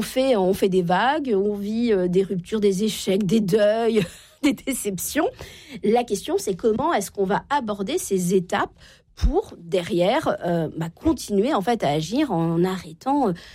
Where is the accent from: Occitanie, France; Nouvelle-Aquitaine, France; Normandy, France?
Normandy, France; Je viens de la Normandie, Uber Eats n'est pas arrivé partout en France.